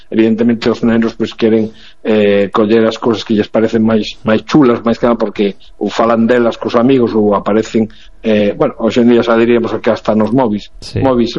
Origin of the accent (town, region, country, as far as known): Lugo, Galicia, Spain